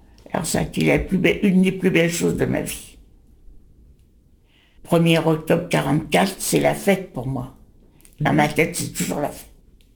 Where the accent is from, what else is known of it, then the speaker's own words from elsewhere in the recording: Paris, Île-de-France, France; moved away as an adult; also born or lived in Auvers-sur-Oise; now in Soisy, France; je suis née, j'ai vécu dans le 11e, jusqu'à 18 ans, de 38 à 56. Ensuite, j'ai habité le 20e. Ensuite, quand je me suis mariée, j'ai habité le 13e.